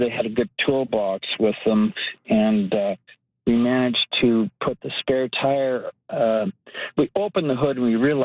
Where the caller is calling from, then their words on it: Bergen, Alberta, Canada; I'm calling from Bergen, Alberta. Pretty much paradise here.